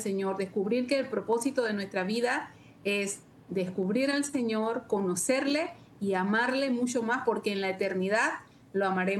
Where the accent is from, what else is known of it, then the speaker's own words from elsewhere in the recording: Chitré, Herrera, Panama; moved away; me invitan a participar en mi ciudad natal, por decirlo así, donde me crié, en Chitré.